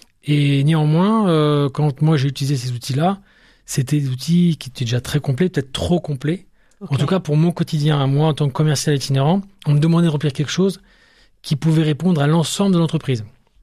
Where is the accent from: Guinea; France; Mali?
France; Aix-en-Provence, Provence-Alpes-Côte d'Azur; born or raised there; also born or lived in Lille; now in Niort, France